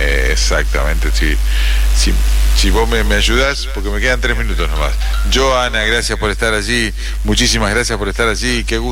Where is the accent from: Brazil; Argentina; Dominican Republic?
Argentina; La Viña, Salta; now in Firmat, Argentina; Soy bien salteño, nacido en el pueblo de La Viña, camino a Cafayate. … les mando saludo a todos los viajeros de mi pueblo nativo. Hace 22 años que vivo en Firmat.